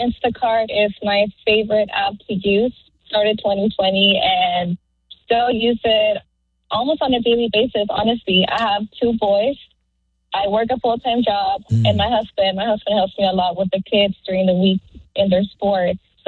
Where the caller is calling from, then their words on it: North Hollywood, California, United States; I'm calling from North Hollywood.